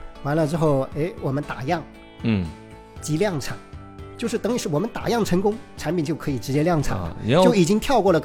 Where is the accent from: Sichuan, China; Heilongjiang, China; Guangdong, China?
Guangdong, China; 用我们广东话来讲